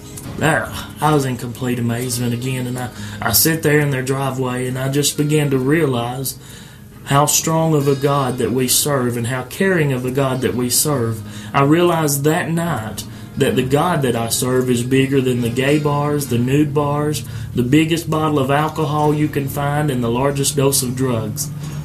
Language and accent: English; Chattanooga, Tennessee, United States; I'm a preacher from Chattanooga.